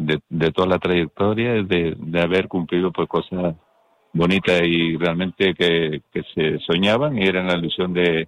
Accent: Canary Islands, Spain; como canario te sientes un montón, pues, orgulloso.

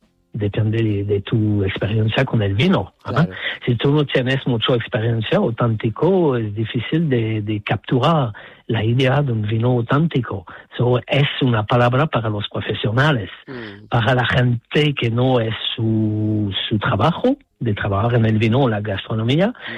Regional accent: Canada; Spanish is a second language; moved away as an adult; now in Barcelona, Spain; No soy de Tenerife, de Canadá. Vivo en Barcelona después de 10 años

